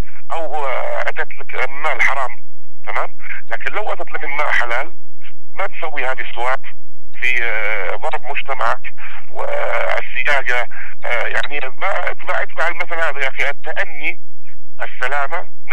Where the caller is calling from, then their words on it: Yemen; عندنا في الجنوب